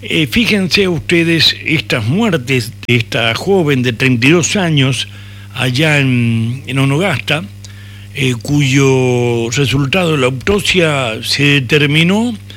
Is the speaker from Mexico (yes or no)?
no; La Rioja, Argentina; como riojanos, como locales